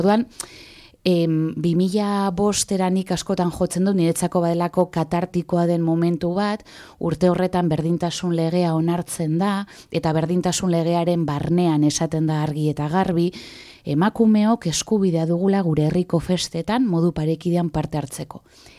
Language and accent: Basque; Hondarribia, Basque Country, Spain; Eta ni banaiz Hondarribian jaio eta hazi den, baina inoiz Hondarribiartasun puru hori etzeukan pertsona horietako bat